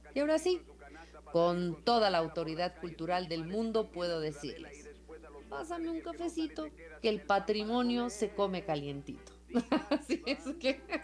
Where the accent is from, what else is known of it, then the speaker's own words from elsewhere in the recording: Mexico; La verdad, como buena mexicana, amo el pan dulce.